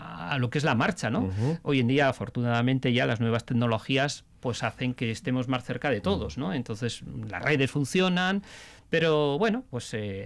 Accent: Miñano, Basque Country, Spain; Y bueno, pues de la zona de mi pueblo, de Miñano, Retana, todo eso también se está.

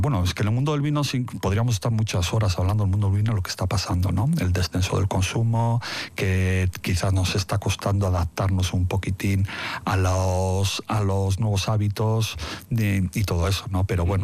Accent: Basque Country, Spain; Me siento euskaldón, amo esta tierra. Y tengo la suerte de poder divulgar por todo el mundo mi tierra, mi costumbre, estos mis productos, ¿no?

